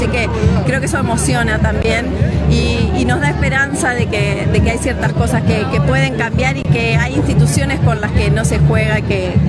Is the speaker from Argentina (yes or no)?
yes; Argentina